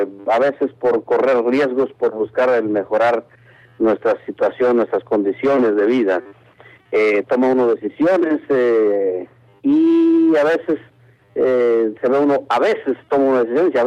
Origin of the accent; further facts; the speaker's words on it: Mexico; moved away as an adult; now in United States; Yo soy de México. Emigramos a los Estados Unidos hace 18 años.